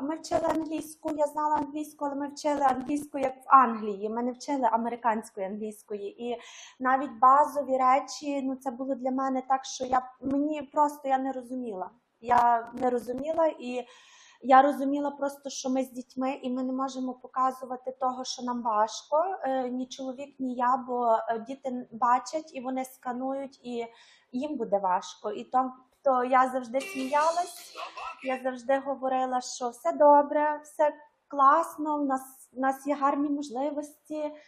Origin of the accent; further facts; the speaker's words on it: Monastyryska, Ternopil Oblast, Ukraine; moved away; Я родом з України, пишаюся цим, з Монастириська, Тернопільська область. Невеличке містечко, але я люблю його.